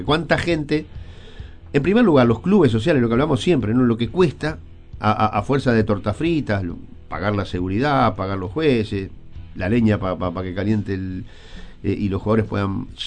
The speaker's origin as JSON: {"language": "Spanish", "town": "Santa Lucía", "region": "Canelones", "country": "Uruguay", "tie": "born or raised there", "said": "Nací ahí."}